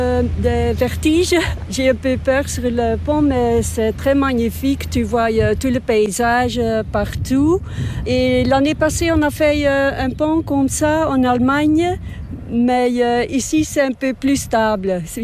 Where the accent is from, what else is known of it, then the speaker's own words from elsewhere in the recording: East Flanders, Belgium; Moi, je suis de Flandre orientale et mon compagnon, il est de province Limbourg, ici.